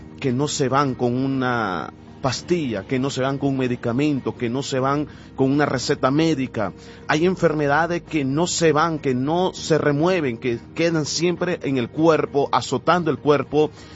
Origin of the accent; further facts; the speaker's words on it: Nicaragua; y allá en Nicaragua, en mi país, se le llaman mosca cuando algo hiere, mal olor